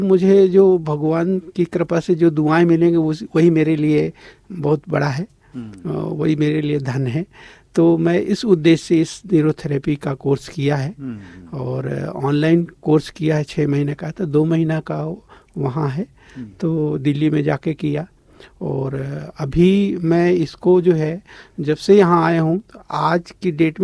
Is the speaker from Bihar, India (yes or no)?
no; Jabalpur, Madhya Pradesh, India; मैं जबलपुर से बिलोंग करता हूँ